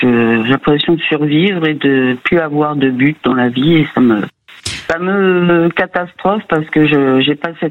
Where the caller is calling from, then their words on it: Narbonne, Occitanie, France; Je vous appelle de Narbonne.